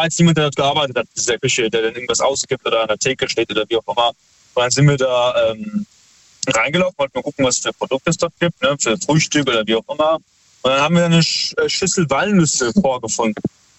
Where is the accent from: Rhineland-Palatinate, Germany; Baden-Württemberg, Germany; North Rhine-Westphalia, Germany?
Baden-Württemberg, Germany; Heidelberg; Wir sind aus Heidelberg.